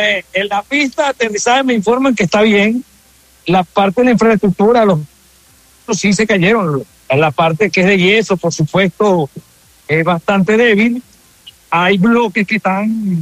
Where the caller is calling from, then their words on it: Caracas, Capital District, Venezuela; Estamos saliendo ahorita de Caracas a La Guaira